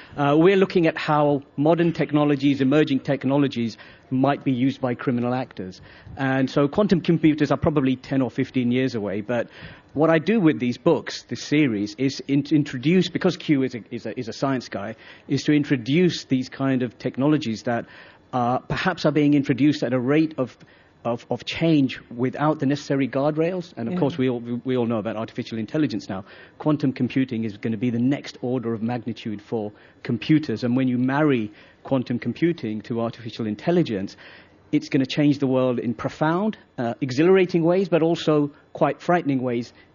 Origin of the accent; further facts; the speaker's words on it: United Kingdom; And because I myself, as a British Asian, who grew